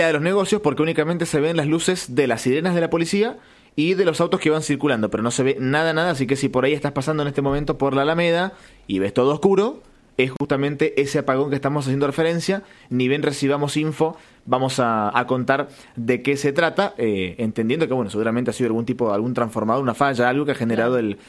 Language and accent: Spanish; Argentina; nosotros como argentinos